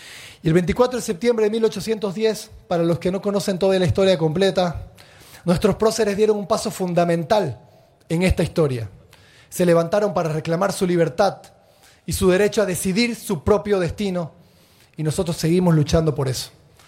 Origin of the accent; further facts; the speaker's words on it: Santa Cruz, Bolivia; Soy un ciudadano cruceño más y siempre lo voy a hacer. Como un hijo de esta tierra. Como alguien que nació y creció aquí.